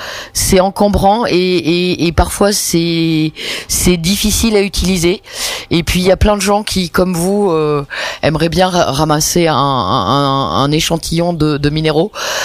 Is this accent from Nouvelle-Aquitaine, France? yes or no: no; Auvergne-Rhône-Alpes, France; notamment en tant qu'Auvergnat et en tant qu'habitant du massif central, a priori, on vit au quotidien sur des matières et des matériaux radioactifs.